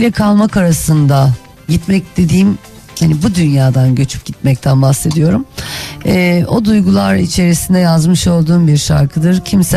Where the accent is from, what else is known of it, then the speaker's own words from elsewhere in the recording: Istanbul, Turkey; İzmir'imi çok seviyorum. Ülkemin her yerini çok seviyorum ama İstanbul doğumluyum. Doğma büyüme Bağdat Caddesi, Cadde kızıyım. Kadıköylüyüm.